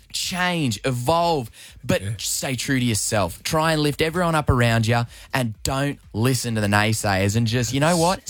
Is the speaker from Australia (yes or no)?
yes; Australia; I'm an Aussie, always will be.